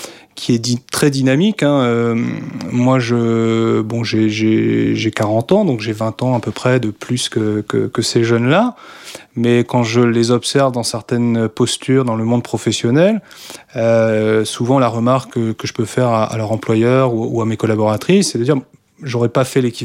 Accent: Plougastel, Brittany, France; born or raised there; moved away as an adult

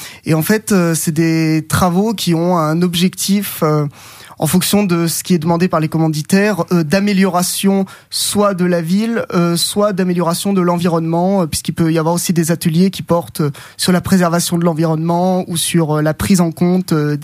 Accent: Marseille, Provence-Alpes-Côte d'Azur, France; moved away as an adult; also born or lived in Hamburg; now in Brest, France; Je suis originaire de Marseille, donc j'ai découvert la ville de Brest que l'année dernière, donc je suis totalement un nouveau breton.

